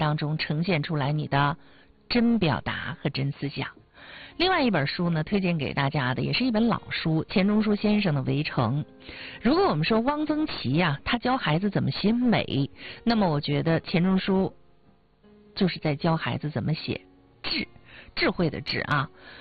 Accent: China; 我们中国人

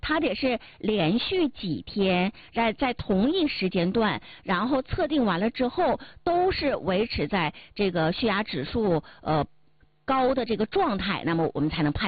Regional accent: Northeast China, China; 咱们东北人口味重不说啊，还特别的愿意吃咸菜

